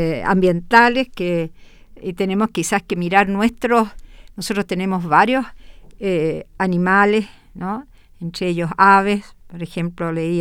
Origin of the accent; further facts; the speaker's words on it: Chile; tenemos que equilibrar como chilenos